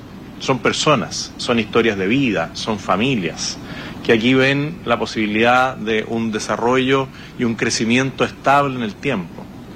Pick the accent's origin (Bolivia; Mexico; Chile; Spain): Chile; somos todos chilenos